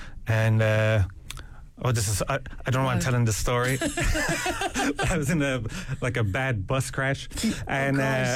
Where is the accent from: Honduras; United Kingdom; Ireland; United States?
Ireland; Tralee, Munster; I used to think, because I'm from Kerry.